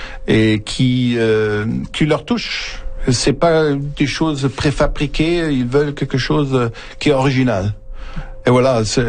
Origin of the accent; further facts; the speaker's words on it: Germany; moved away; j'ai grandi dans un cadre, j'ai grandi en Allemagne où la musique classique est très, très présent